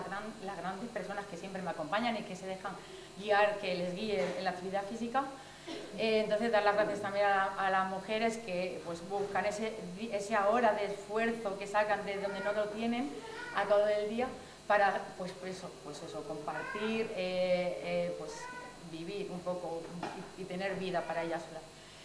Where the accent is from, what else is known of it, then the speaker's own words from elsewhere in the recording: Miguelturra, Castilla-La Mancha, Spain; más aquí en mi pueblo